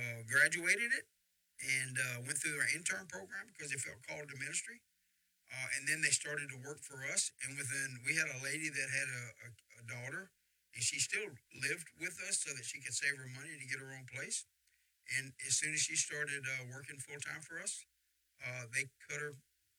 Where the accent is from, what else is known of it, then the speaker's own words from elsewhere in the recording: Shreveport, Louisiana, United States; You know, I grew up in Sunset Acres.